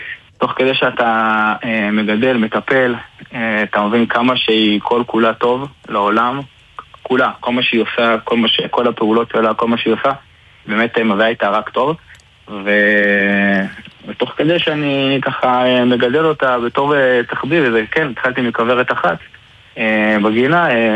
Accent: Beit Horon, West Bank, Palestine; אני גר בבית חורון. נולדתי פה, גדלתי פה, אני עדיין נמצא בבית חורון, מי שלא מכיר במועצה אזורית מטה בנימין.

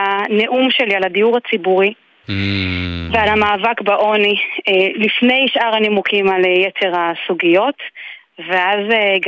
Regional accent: Migdal HaEmek, Northern District, Israel; אני אגיד רגע ברמה האישית, בכל זאת, אני גדלתי במגדל העמק.

